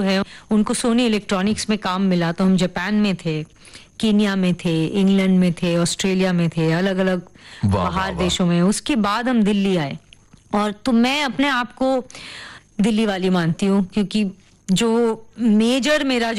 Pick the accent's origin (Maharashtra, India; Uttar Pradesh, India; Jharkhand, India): Maharashtra, India; Pune; born there; मैं एक्चुअली पुणे में पैदा हुई थी